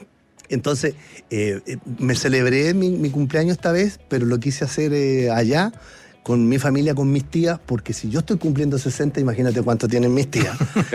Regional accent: Melipilla, Santiago Metropolitan Region, Chile; Yo vengo del tiempo, yo soy de Melipilla.

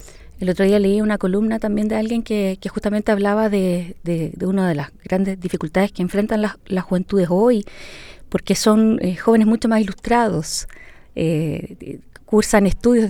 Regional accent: Valparaíso, Chile; soy trabajadora social de Valparaíso, originaria, estudié en la Universidad de Valparaíso

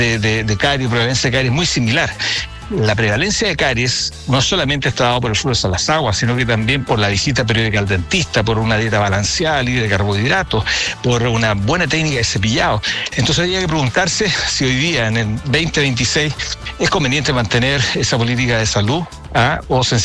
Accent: Concepción, Biobío, Chile; yo soy de Concepción

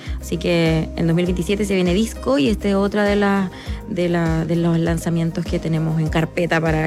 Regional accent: Arica, Arica y Parinacota, Chile; habla un poco de Arica, del lugar de donde vengo

